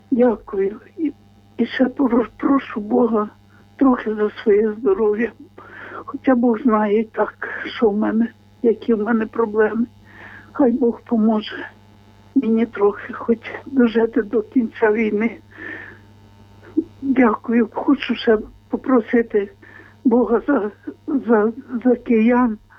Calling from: Lviv Oblast, Ukraine; Я з Львівської області.

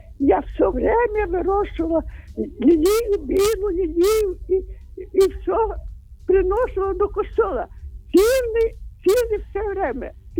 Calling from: Rivne, Rivne Oblast, Ukraine; Я з Рівно

